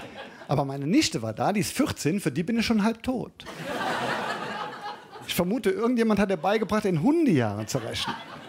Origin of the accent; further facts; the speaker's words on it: Germany; als Deutscher